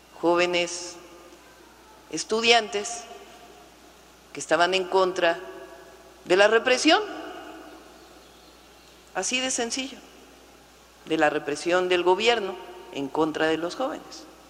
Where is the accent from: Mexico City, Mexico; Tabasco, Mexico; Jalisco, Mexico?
Mexico City, Mexico; born there; Nací en la Ciudad de México en el año de 1962.